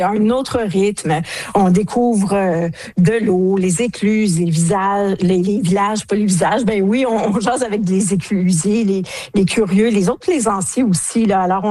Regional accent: Ontario, Canada; chez nous en Ontario.

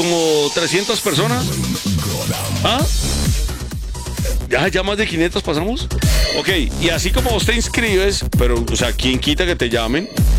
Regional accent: Obando, Valle del Cauca, Colombia; de Obando Valle, de donde yo soy

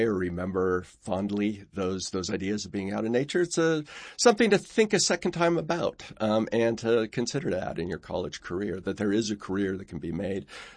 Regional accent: El Cajon, California, United States; I grew up in Southern California, so in a place called El Cajon, which is outside of just east of San Diego.

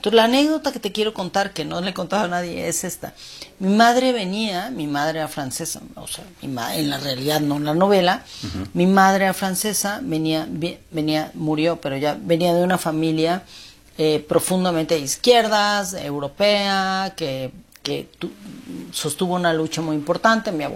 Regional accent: Mexico City, Mexico; Yo sentía cuando era niña en la Ciudad de México y en la colonia Miscuac y en La Juárez

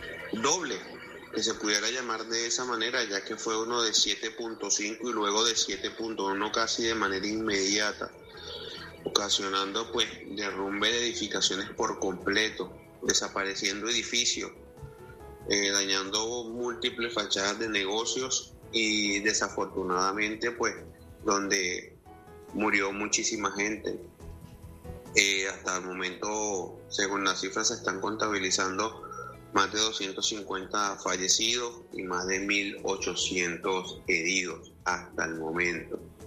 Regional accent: Venezuela; now in Montería, Colombia

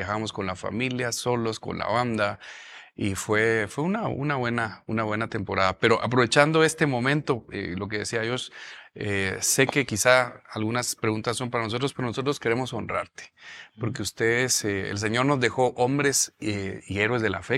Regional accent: San Marcos, Guatemala; nosotros que venimos de San Marcos, que dice, bueno, ¿qué se puede

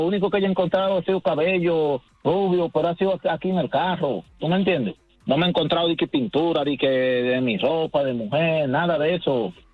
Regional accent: Dominican Republic; yo estoy haciendo una casita allá en mi país, y cuando yo me voy allá a mi país, yo duro hasta un mes y medio allá

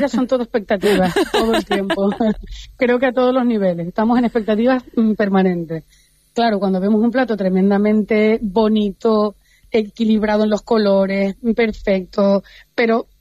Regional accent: Canary Islands, Spain; es que somos de Canarias, como si fuéramos poca cosa

